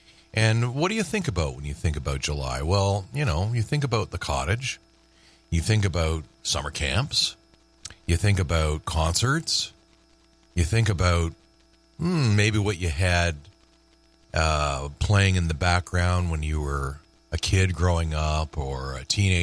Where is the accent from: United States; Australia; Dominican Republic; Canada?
Canada; Toronto, Ontario; my friend Bruce McTavish, who collected records with me for many years as we were growing up in Toronto.